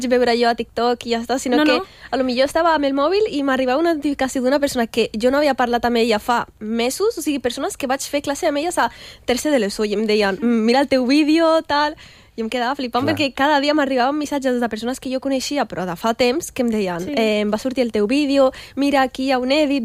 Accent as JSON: {"language": "Catalan", "town": "L'Hospitalet de Llobregat", "region": "Catalonia", "country": "Spain", "tie": "born there", "said": "jo he nascut a l'Hospitalet del Llobregat, soc catalana i ja està."}